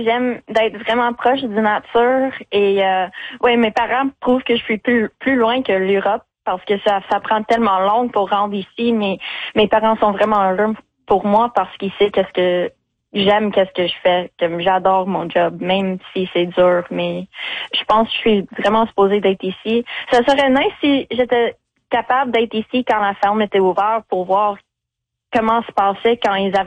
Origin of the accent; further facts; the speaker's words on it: Longueuil, Quebec, Canada; Non, j'ai grandi à Montréal, ben sur la rive sud à Longueuil, et j'ai étudié dans l'agriculture durable et système d'alimentaire à l'Université de Bishops.